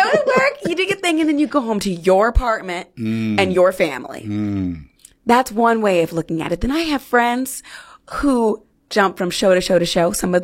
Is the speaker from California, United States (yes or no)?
yes; Fresno, California, United States; My hometown hero … she has 6 Tonys and she's from Fresno, California.